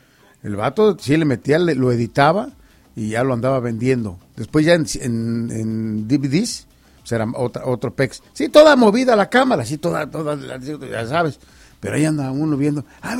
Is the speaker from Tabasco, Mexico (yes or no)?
no; Chihuahua, Mexico; now in United States; Chihuahua. Toda la gente en mi pueblo ya levantándose en esos momentos para la alborada, para las mañanitas, al Santito, San Miguel, Arcángel